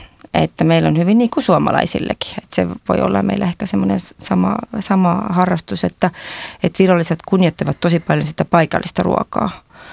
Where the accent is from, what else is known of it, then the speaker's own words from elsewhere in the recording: South Estonia, Estonia; Finnish is a second language; moved away as an adult; now in Helsinki, Finland; Minä kun olen Etelä-Virosta kotoisin